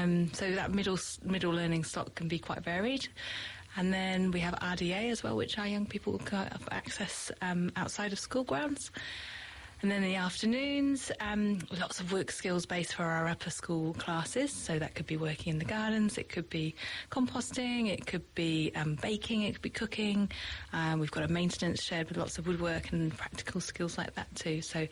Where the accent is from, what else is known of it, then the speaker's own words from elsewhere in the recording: United Kingdom; now in New Zealand; So clearly my accent is not a Kiwi accent, so I'm from the UK. We moved out here 2026 to New Zealand.